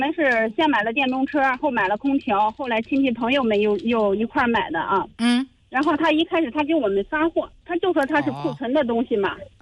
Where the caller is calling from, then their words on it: Xinle, Hebei, China; 我是石家庄新乐的。